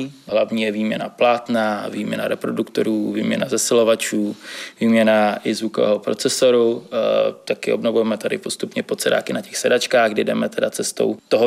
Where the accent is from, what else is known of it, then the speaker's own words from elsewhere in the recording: Prague, Czechia; protože jsem rodák z Modřan